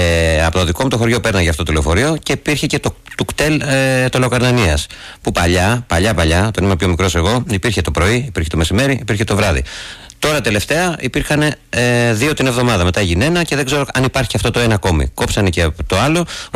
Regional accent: Central Greece, Greece; από την περιοχή μου εκεί κοντά στο Καρπενήσι.

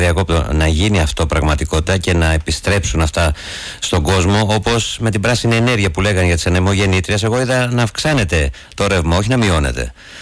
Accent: Central Greece, Greece; από την περιοχή μου εκεί κοντά στο Καρπενήσι.

